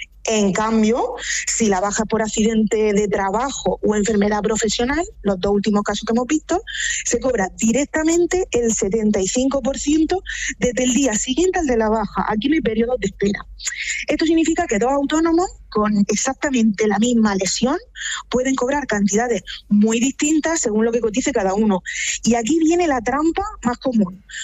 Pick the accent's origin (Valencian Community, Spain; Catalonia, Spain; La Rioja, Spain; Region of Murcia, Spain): Region of Murcia, Spain